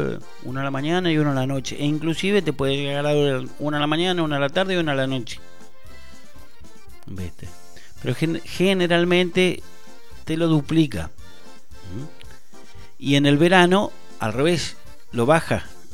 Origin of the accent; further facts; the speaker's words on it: Paraná, Entre Ríos, Argentina; yo en realidad soy de Villa Almendral.